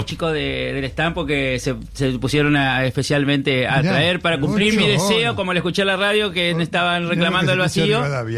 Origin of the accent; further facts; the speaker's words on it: Viale, Entre Ríos, Argentina; born there; Yo soy nacido en Viale, a 50 kilómetros de la capital de la provincia de Entre Ríos, en Paraná, ahí en el centro oeste de nuestra querida provincia.